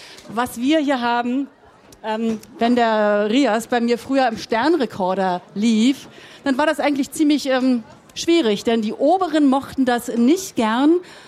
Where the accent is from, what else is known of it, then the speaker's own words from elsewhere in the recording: East Germany, Germany; Ich bin ein Kind der DDR gewesen.